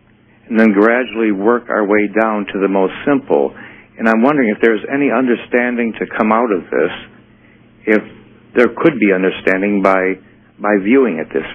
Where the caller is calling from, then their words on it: Green Bay, Wisconsin, United States; Hello, this is … I'm calling from Green Bay, Wisconsin.